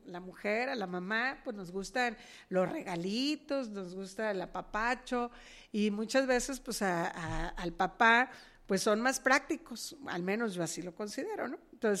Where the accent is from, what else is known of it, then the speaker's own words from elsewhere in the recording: Sinaloa, Mexico; que es el territorio que nos interesa, como sinaloenses